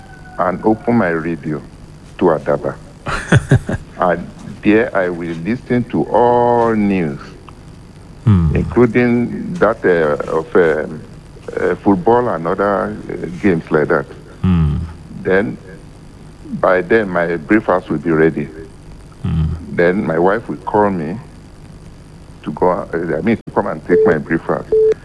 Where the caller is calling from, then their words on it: Akure, Ondo, Nigeria; I'm coming from Akure here.